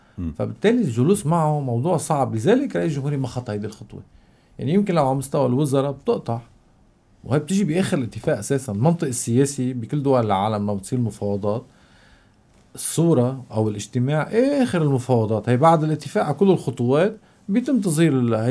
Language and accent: Arabic; Tripoli, North Governorate, Lebanon; يعني انا من طرابلس اللي تعتبر هي العصب السني الاقوى